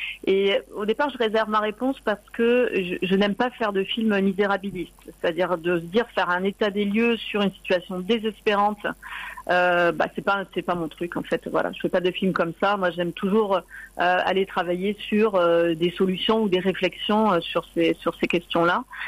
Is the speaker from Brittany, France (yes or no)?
no; Marseille, Provence-Alpes-Côte d'Azur, France; Je suis réalisatrice de documentaires et je suis marseillaise. Je vis à Marseille.